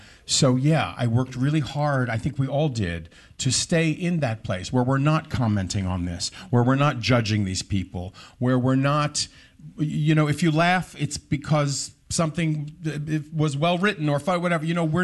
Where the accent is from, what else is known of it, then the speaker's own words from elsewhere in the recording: Washington, District of Columbia, United States; Growing up in Washington, D.C., which was a great theater town as well.